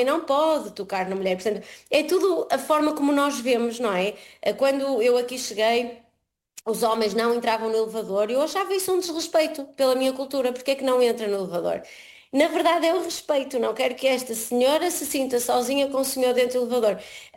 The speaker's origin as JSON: {"language": "Portuguese", "country": "Portugal", "moved": "as an adult", "lives_now": "Abu Dhabi, United Arab Emirates", "said": "eu enquanto portuguesa, pensei e achei, e assim fui criada, que era uma pessoa que realmente dava o meu melhor para respeitar o outro."}